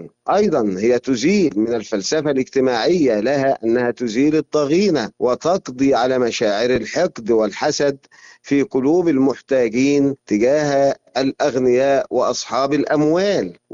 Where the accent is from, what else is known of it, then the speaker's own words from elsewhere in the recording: Egypt; في بلادنا مصر